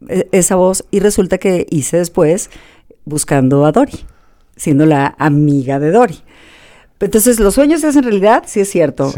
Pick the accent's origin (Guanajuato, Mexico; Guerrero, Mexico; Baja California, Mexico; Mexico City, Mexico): Guanajuato, Mexico; Irapuato; Pues vengo de Irapuato, ¿me entiendes?